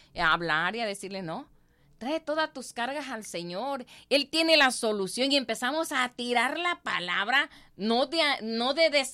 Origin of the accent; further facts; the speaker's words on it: Tabasco, Mexico; como buena tabasqueña, me gustan mucho los tamales tabasqueños